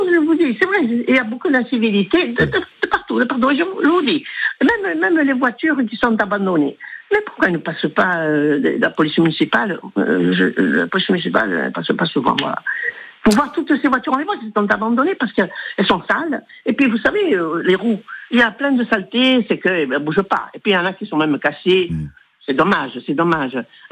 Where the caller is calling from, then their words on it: Bastia, Corsica, France; j'habite à l'Annonciade